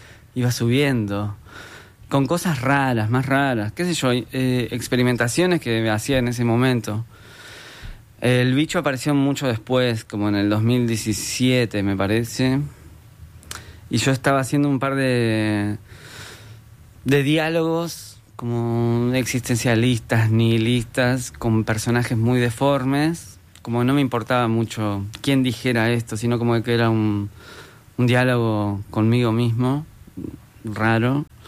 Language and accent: Spanish; Puerto Madryn, Chubut, Argentina; moved away; also born or lived in Buenos Aires; Nací en Buenos Aires, pero crecí en Puerto Madryn, muy al sur de Argentina.